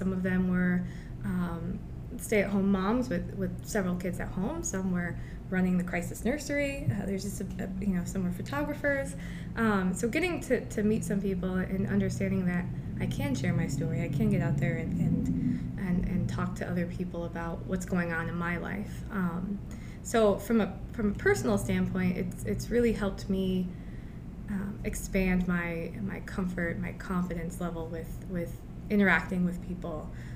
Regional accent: Cleveland, Ohio, United States; now in Champaign, United States; I'm originally from Cleveland, Ohio. I moved here in 2010, started working at Christie.

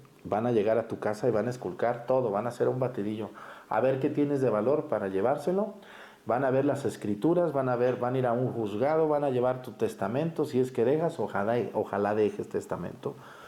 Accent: Mexticacán, Jalisco, Mexico; Yo, ahí en mi pueblo, en Mestigacán, la casa de mis abuelos era parte de una hacienda muy antigua

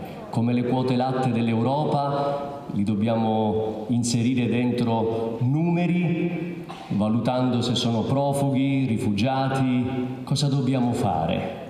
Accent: Sicily, Italy; Sono siciliano

